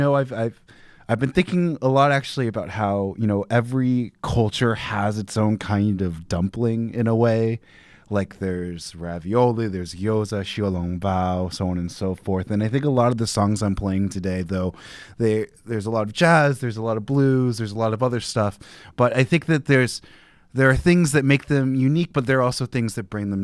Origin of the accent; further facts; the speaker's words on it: Portland, Oregon, United States; now in New Jersey, United States; I'm from Portland